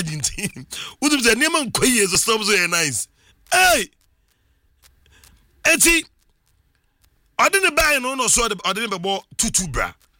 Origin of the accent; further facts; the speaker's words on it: Nigeria; We are Nigerian, Omo.